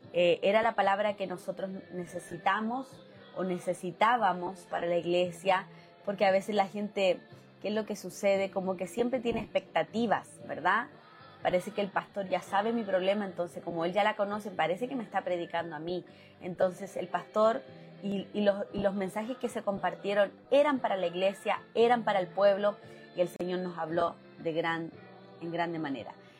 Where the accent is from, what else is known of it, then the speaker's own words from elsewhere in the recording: Chile; now in Mexico; Pero nosotros tenemos un acento diferente al de México, ¿verdad? Nosotros hablamos un poquito más rápido, hablamos un poquito más curioso, como dicen aquí, ¿verdad? Tenemos ciertas palabras que nos caracterizan a nosotros los chilenos, como el ya, como el po